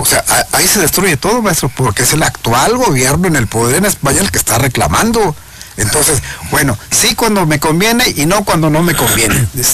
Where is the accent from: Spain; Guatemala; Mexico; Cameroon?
Mexico; nosotros como mexicanos decidimos construir un país.